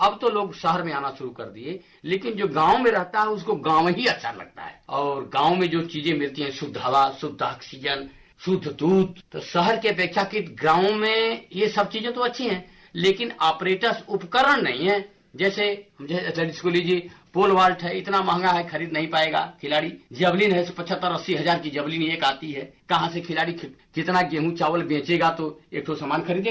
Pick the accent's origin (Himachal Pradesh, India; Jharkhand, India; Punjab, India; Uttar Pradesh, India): Uttar Pradesh, India; Dabaria; चंदौली जिले में धानापुर एक जगह है, धानापुर में एक गाँव है डबरिया, उस गाँव का मैं मूल रूप से निवासी हूँ।